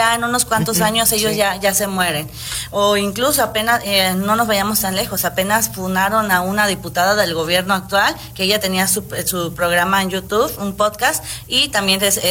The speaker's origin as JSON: {"language": "Spanish", "country": "Mexico", "said": "que es una realidad que no nos estamos dando cuenta y que hay que cubrir nosotros como mexicanos para evitar esto."}